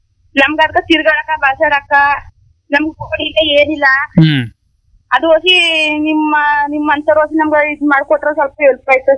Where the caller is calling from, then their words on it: Anchipura, Karnataka, India; ಅಂಚಿಪುರ ದಾಳಿಯಿಂದ.